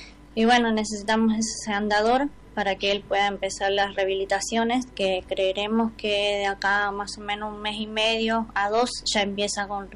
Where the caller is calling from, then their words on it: Las Breñas, Chaco, Argentina; hoy nos encontramos en la ciudad de Rosario. Nosotros somos de Las Breñas, Chaco.